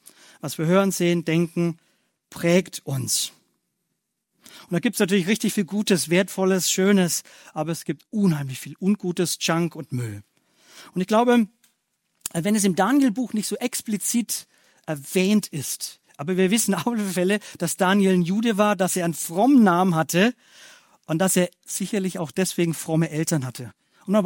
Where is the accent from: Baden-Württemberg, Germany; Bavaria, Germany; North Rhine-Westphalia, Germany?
Bavaria, Germany; Bei mir, ich komme so aus dem Bayerischen, Fränkischen, habe ich ja schon gesagt